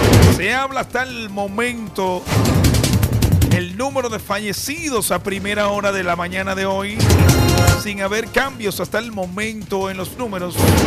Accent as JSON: {"language": "Spanish", "country": "Dominican Republic", "said": "nosotros como pueblo dominicano solidario"}